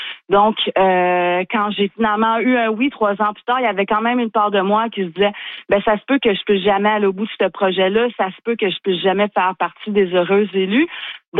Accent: Magdalen Islands, Quebec, Canada; now in Sherbrooke, Canada; mon père, en fait, on vient des Amazones

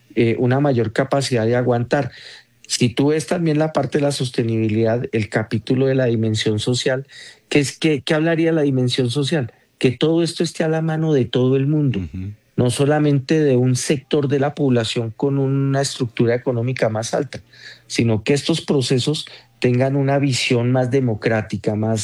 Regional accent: Colombia; ahorita para nosotros como colombianos.

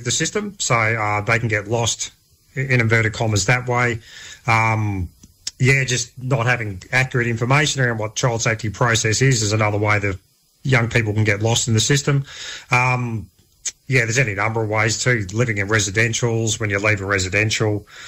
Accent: Hervey Bay, Queensland, Australia; also born or lived in Eidsvold; I was born in Idesvold, but we consider Hervey Bay home. That's where the family ended up settling way back in the 1920s, I think it was.

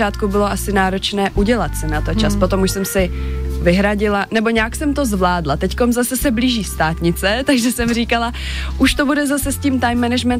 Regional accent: Moravia, Czechia; Jsem z Moravy, pardon.

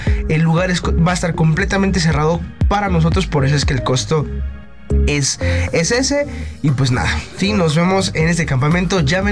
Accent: Mexico; Obviamente, pues porque somos mexicanos.

